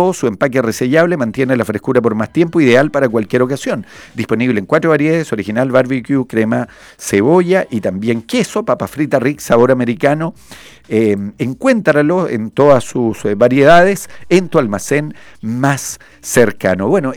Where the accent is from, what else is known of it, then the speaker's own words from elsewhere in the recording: Chile; no podemos como chilenos permitir cosas tan, tan burdas